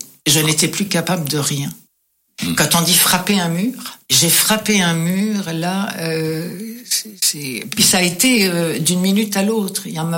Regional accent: France; accent: French (from France); now in Quebec, Canada; qui n'aimait pas mon accent français. Ça, j'ai eu beaucoup de mal avec ça ici au Québec.

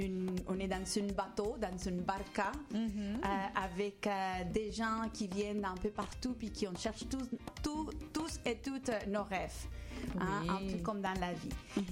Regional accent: Colombia; French is a second language; now in Quebec City, Canada; Ça fait longtemps qu'on habite à Québec. On vient de la Colombie

